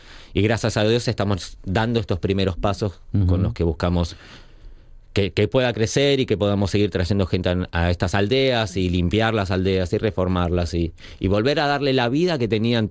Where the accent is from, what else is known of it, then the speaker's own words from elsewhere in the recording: Argentina; Si bien en Argentina tenemos nuestra Patagonia hermosa, también maravillosa